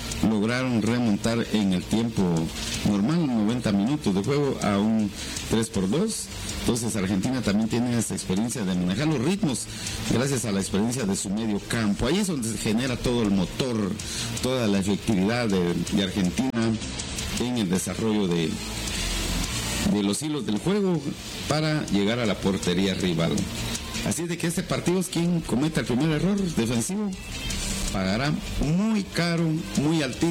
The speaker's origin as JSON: {"language": "Spanish", "country": "Guatemala", "said": "Lamentablemente se nos vedó esa oportunidad como aficionados, como guatemaltecos, decisiones totalmente pues que van en contra de los derechos que tenemos como ciudadanos guatemaltecos."}